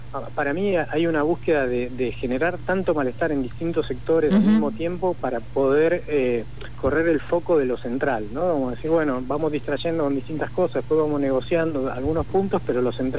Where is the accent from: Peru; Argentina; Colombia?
Argentina; nosotros como argentinos